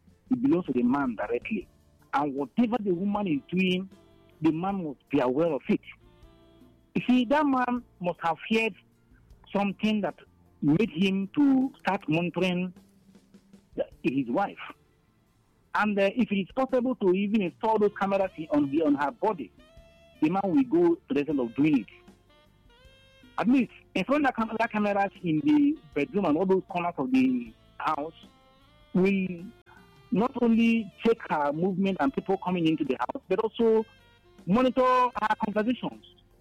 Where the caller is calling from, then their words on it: Enugu, Enugu State, Nigeria; I'm calling from Enugu.